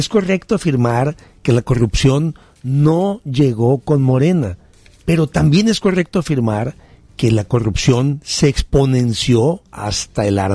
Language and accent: Spanish; Mexico